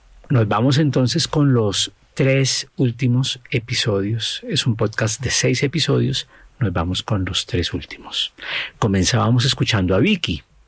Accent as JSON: {"language": "Spanish", "country": "Colombia", "said": "Yo me imagino que está un poquito más en nuestro inconsciente colectivo, pues como colombianos"}